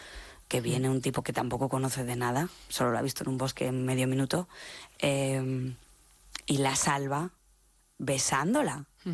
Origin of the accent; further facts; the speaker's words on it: Spain; Esto viene también como de mi pueblo. Mi pueblo estaba entre medio de Zaragoza y Madrid, y entonces había mucho tráfico los domingos